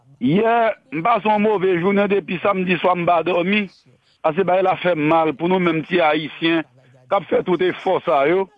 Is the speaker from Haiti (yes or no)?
yes; Haiti; je suis haïtien et tout. Il faut qu'on ait. Que le monde entier contre nous